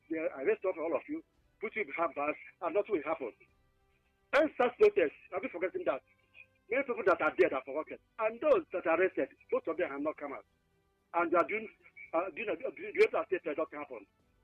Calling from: Anambra, Nigeria; I come from Bunker in Anambra State.

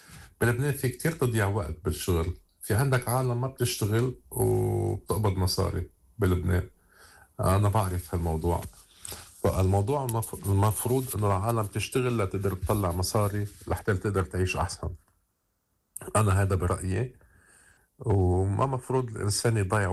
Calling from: Liverpool, North West England, United Kingdom; من ليفربول

